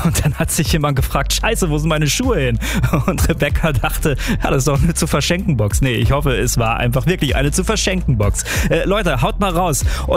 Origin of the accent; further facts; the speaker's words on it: Bielefeld, North Rhine-Westphalia, Germany; now in Cologne, Germany; Also hier in Köln oder auch in meiner Heimat Bielefeld, da sehe ich die ständig